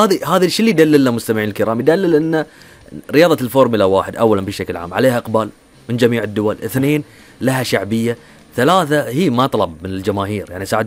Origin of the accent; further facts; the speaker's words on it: Bahrain; إحنا كشعب بحريني.